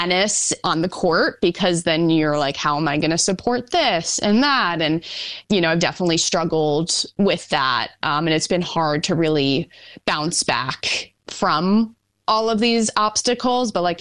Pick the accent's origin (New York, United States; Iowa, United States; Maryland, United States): New York, United States; I'm from New York, so U.S. Open is a special place to me, just in my backyard.